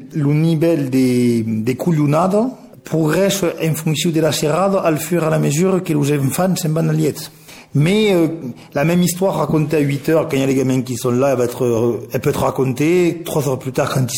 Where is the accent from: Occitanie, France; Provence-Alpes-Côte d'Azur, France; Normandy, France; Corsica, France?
Occitanie, France; Decazeville; born there; moved away as an adult; now in Toulouse, France; je suis né dans l'Aveyron, à De Cazeville. De père donc aveyronnais et d'une mère béarnaise